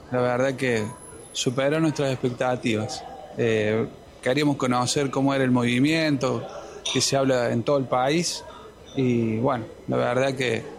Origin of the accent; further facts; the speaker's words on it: Córdoba, Argentina; vine con mi padre, somos de Córdoba